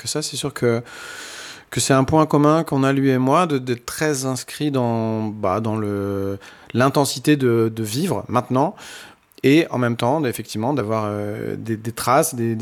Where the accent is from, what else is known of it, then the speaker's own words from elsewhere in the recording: Normandy, France; Après, comme moi, je suis normand, je suis un peu ignifugé, par exemple, contre les ambiances de pluie.